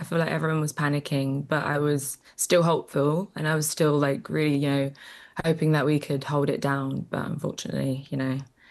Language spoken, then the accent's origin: English; London, United Kingdom; we come from South London.